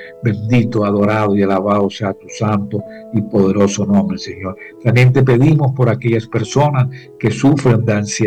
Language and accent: Spanish; Colombia; Queremos también orar por nuestro país, Colombia.